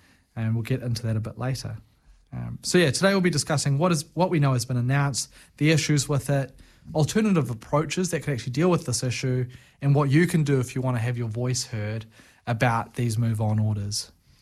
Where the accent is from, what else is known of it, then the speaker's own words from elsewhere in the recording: Christchurch, Canterbury, New Zealand; A little bit about me, I'm originally from Christchurch.